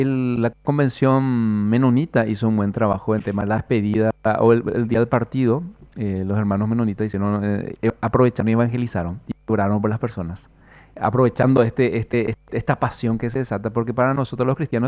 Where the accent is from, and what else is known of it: Paraguay